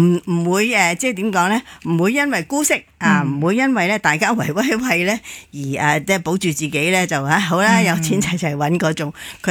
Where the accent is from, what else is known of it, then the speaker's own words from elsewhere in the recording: Hong Kong; 我相信我哋香港人最深切嘅咧就係1998年啦，